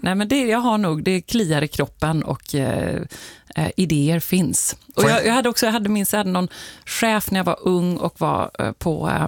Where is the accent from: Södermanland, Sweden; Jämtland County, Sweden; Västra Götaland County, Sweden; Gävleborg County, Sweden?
Västra Götaland County, Sweden; Gothenburg; Och jag är nog lite göteborgare fortfarande, trots att det är länge sedan jag bodde där.